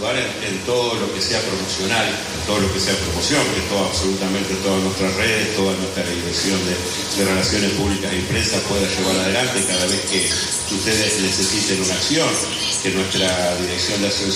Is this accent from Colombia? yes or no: no; Carmelo, Colonia, Uruguay; Ustedes vienen de Carmelo, que a su vez es mi pueblo.